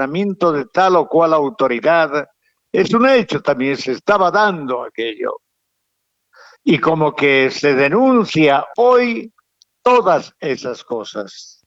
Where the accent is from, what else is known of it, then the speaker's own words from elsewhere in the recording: Tarija, Bolivia; ¿será que soy boliviano o soy únicamente tarijeño? Yo soy tarijeño, señores.